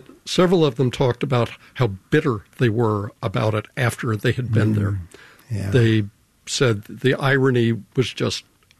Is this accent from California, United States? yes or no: no; Colorado Springs, Colorado, United States; I grew up in Colorado Springs. I grew up with country, and I grew up playing it, and I know it.